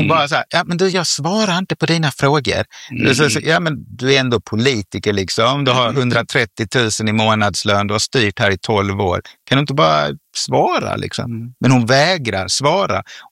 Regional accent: Sweden; vi är etniska svenskar, är i minoritet i Malmö.

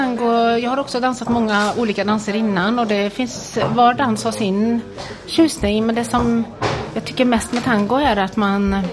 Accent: Västra Götaland County, Sweden; now in Malmö, Sweden; Jag är västgöte.

